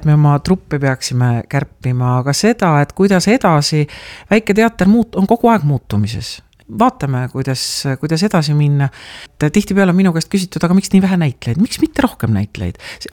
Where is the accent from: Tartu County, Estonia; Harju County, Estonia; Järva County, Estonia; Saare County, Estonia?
Saare County, Estonia; now in Kuressaare, Estonia; Mina olen siit pärit, ma olen pärit maalt, mina lõpetasin Orissaare keskkooli.